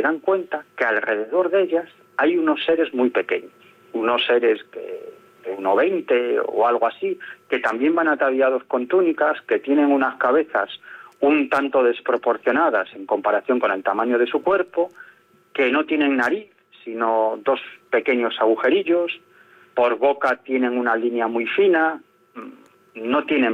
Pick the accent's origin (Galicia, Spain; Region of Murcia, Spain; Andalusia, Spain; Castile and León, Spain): Galicia, Spain; en este caso en Galicia, que es mi tierra